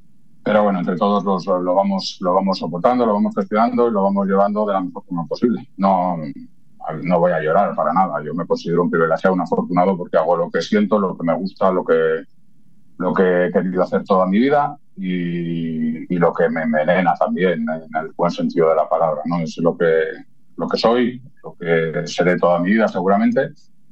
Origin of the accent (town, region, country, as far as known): Zaragoza, Aragon, Spain; born there